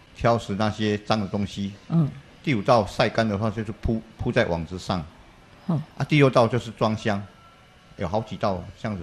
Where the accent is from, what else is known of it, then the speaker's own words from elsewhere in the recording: Kaohsiung, Taiwan; 我来自高雄，我太太是澎湖人。